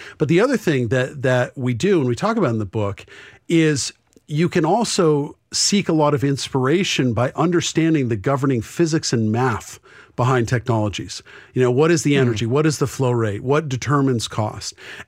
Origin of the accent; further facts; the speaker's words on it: New Hampshire, United States; So even though, you know, I'm a guy from New Hampshire.